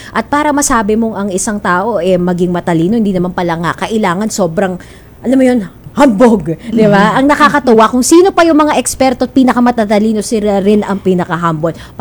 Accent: Bulacan, Central Luzon, Philippines; accent: Bulacan; Lumabas na yung Bulacan accent ko sapagkat ako po pala ay isang proudly Bulacan.

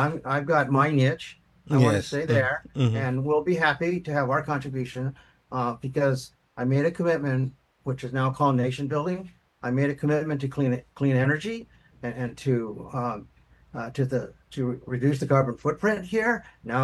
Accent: Philippines; moved away; also born or lived in United States; We're coming back as Filipino Americans here.

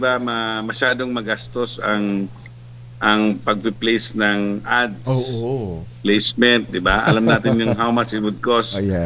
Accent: San Jose, Bicol Region, Philippines

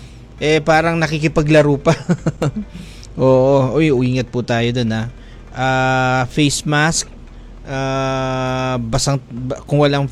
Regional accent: Mindanao, Philippines; One of my fascination being a Muslim, being a Filipino Muslim, being a Maranao, na tila baga, uy, grabe ah.

